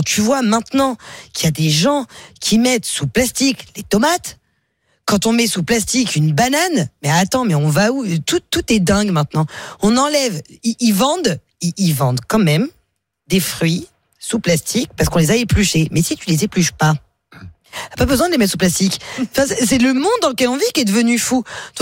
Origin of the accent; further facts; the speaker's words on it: Île-de-France, France; now in Taverny, France; j'étais fin fond de la Seine-et-Marne.